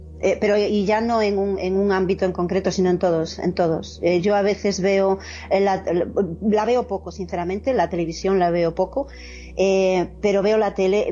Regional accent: Fene, Galicia, Spain; no soy de Ferrol. Soy de un pueblecito muy chiquito, que le llaman Belelle y pertenece al ayuntamiento o pedanía, para los que nos escuchen desde otros puntos de España, de Fene.

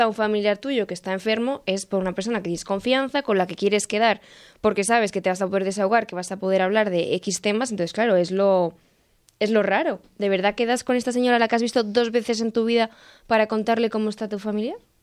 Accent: Spain; los que lo necesitamos somos los españoles.

